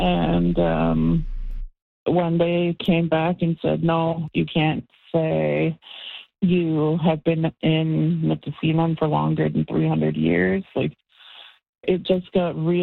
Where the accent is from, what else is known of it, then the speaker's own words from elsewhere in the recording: Newfoundland and Labrador, Canada; It was my whole childhood. I grew up in Uchmeet on the land in the country. I learned the Innu way of life.